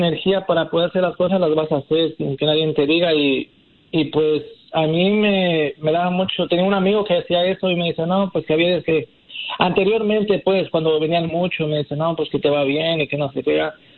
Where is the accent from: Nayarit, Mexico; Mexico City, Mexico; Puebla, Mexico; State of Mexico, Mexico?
Puebla, Mexico; moved away as an adult; Pues mira, yo soy de México … me presento, soy de la ciudad de Puebla, y estoy aquí desde el 2007, un tiempo que llegué para acá